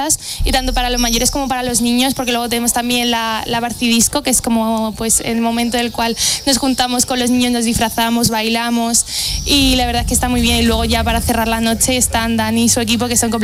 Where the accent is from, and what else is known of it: Madrid, Community of Madrid, Spain